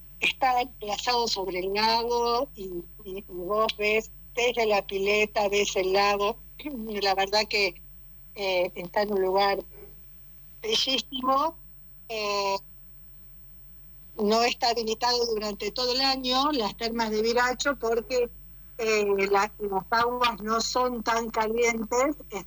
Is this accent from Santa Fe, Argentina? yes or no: no; Buenos Aires, Argentina; now in Concordia, Argentina; Yo soy de Buenos Aires, y cuando vienen mis amigos o mis familiares y vienen acá